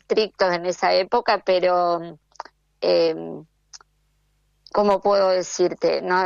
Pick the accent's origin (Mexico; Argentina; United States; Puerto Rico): Argentina; Lincoln, Buenos Aires Province; Todo hice acá, en Lincoln, jardín, primaria y secundaria.